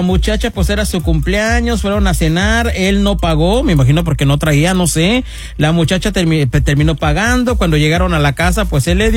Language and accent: Spanish; Guanajuato, Mexico; soy de Guanajuato.